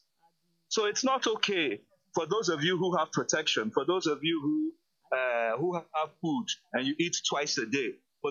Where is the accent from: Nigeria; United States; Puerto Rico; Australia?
Nigeria; we as Nigerian citizens